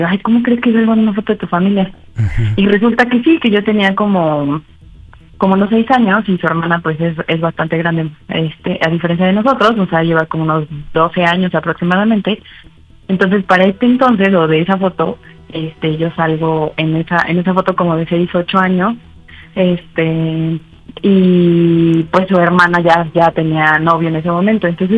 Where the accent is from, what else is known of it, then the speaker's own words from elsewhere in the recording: Iztapalapa, Mexico City, Mexico; Tengo 29 años y soy de Iztapalapa.